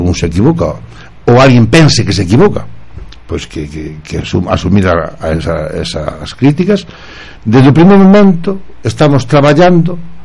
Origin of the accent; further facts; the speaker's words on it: Lugo, Galicia, Spain; Son cartos dos lucenses, e nosotros, como lucenses, pois temos tamén parte nesa economía.